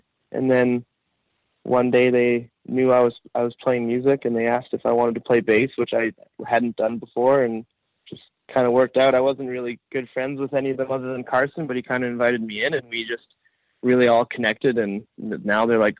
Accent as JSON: {"language": "English", "town": "Calgary", "region": "Alberta", "country": "Canada", "tie": "born or raised there", "said": "we're all from Calgary. And we're all different, slightly different ages."}